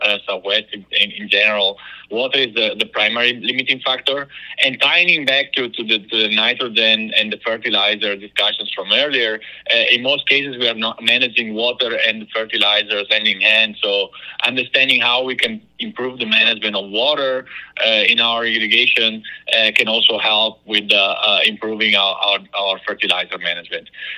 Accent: Northeast Italy, Italy; moved away; I'm originally from Italy. I grew up in a family farm in northeast Italy

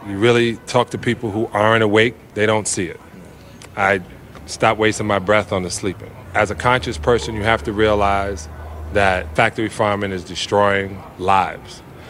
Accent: United States; But I'm a capitalist. I'm an American.

